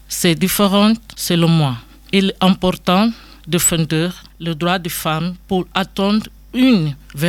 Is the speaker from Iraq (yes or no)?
no; Angola; French is a second language; now in Rennes, France; je viens d'Angola.